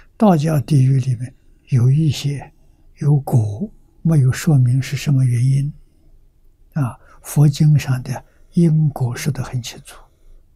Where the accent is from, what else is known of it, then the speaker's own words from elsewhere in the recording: China; 严寒逼身，体上生泡，我们中国人叫冻